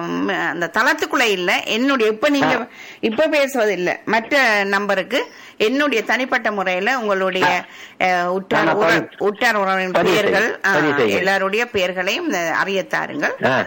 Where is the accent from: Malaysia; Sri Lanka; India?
Sri Lanka; நான் இலங்கை, அதாவது நாட்டை சேர்ந்தவள்